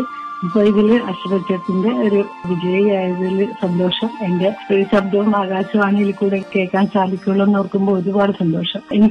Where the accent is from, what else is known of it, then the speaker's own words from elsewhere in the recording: Pallippuram, Kerala, India; moved away as an adult; now in Palakkad, India; എന്റെ സ്വന്തം നാട് എന്നിട്ട് ആലപ്പുഴ ജില്ലയിലെ ചേർത്തലയ്ക്കടുത്ത് പള്ളിപ്പുറമാണ് എന്റെ നാട്. അവിടെ നിന്ന് ഹസ്ബൻഡിന്റെ ജോലി സംബന്ധമായിട്ടാണ് ഞങ്ങൾ പാലക്കാടേക്ക് പോകുന്നത്.